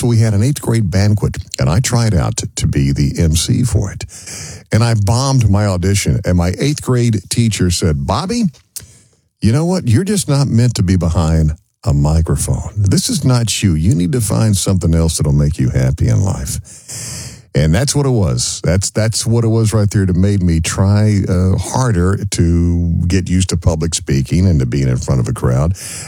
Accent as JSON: {"language": "English", "region": "Texas", "country": "United States", "tie": "born or raised there", "said": "I grew up in West Texas."}